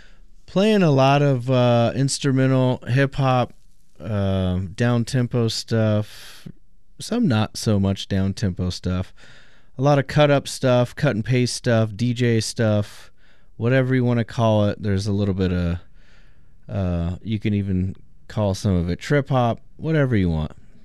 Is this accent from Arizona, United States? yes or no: yes; Phoenix, Arizona, United States; moved away; I grew up in Phoenix.